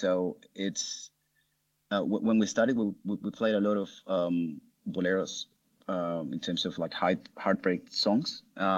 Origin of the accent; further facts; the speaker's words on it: Chile; now in Australia; I come from Chile